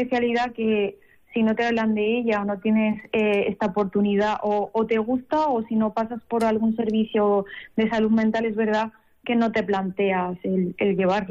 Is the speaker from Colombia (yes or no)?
no; Granada, Andalusia, Spain; now in Huesca, Spain; Soy de Granada, pero llevo 4 años aquí en Huesca.